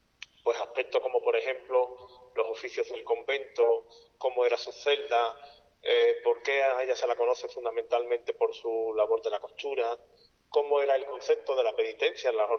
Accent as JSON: {"language": "Spanish", "town": "Seville", "region": "Andalusia", "country": "Spain", "tie": "born or raised there", "said": "mi ciudad natal, con Sevilla."}